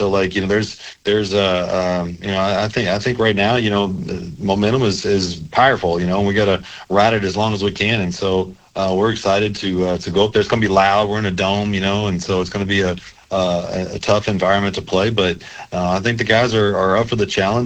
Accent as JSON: {"language": "English", "town": "St. Louis", "region": "Missouri", "country": "United States", "tie": "born or raised there", "said": "there in St. Louis as possible. So, but yeah, it's really special to me, because, like I said, it's my hometown"}